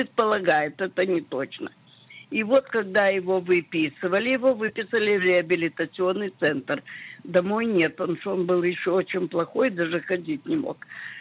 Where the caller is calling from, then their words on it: Tver, Tver Oblast, Russia; Это я из Твери … звоню по поводу моего мужа.